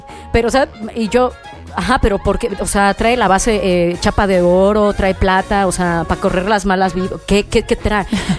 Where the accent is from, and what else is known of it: Mexico